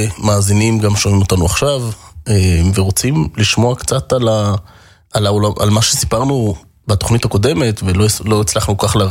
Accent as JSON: {"language": "Hebrew", "town": "Jerusalem", "region": "Jerusalem District", "country": "Israel", "tie": "born or raised there", "said": "אני גדלתי בשכונת בתי הונגרים, שזה חלק ממאה שערים, אתה יודע, כל האזור שם נקרא מאה שערים, אבל השכונה הספציפית שבה אני גדלתי זה שכונת בתי הונגרים. גדלתי להורים שלא נולדו שם, הם לא גדלו שם"}